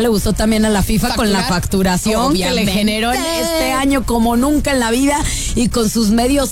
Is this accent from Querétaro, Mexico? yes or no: no; Guadalajara, Jalisco, Mexico; moved away; nosotras somos las tapatías que importaron de este Guadalajara, Guadalajara, Jalisco, México.